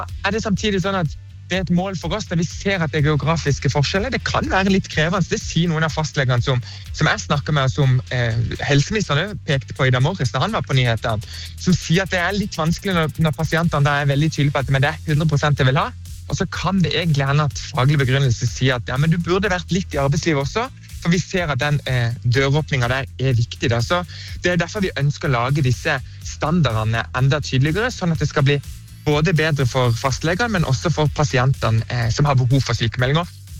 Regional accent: Southern Norway, Norway; Jeg er selv sørlending og kommer fra en av de landsdelene hvor det gis mest sykemelding.

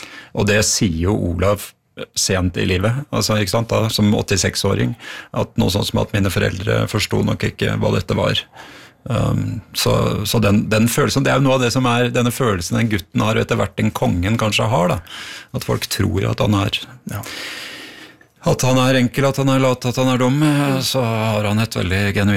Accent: Bjerkvik, Nordland, Norway; born or raised there

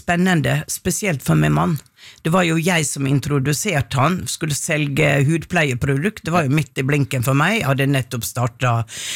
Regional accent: Western Norway, Norway; Nei, det kan jeg ikke, men jeg er fra Vestlandet.

